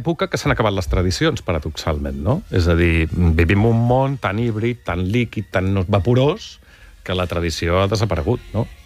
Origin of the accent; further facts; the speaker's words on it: Barcelona, Catalonia, Spain; also born or lived in Figueres / Agullana; Jo sóc fill de Barcelona. Per raons accidentals, els meus pares venen a viure a Barcelona, però pujo a Figueres amb les festes senyalades, les vacances d'estiu, això sí.